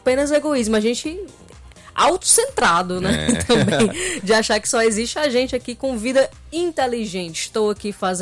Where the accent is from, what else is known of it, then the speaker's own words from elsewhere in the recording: Quixeramobim, Ceará, Brazil; Olha que eu sou do Quixeramobim, do ladinho ali do Quixadá.